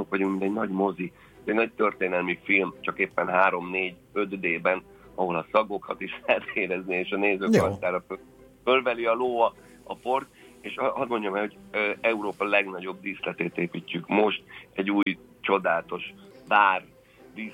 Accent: Hungary; mint magyar művész

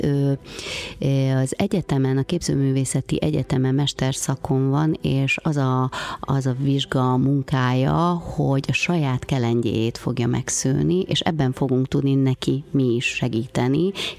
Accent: Transylvania, Romania; moved away; egy kis erdélyi városban születtem

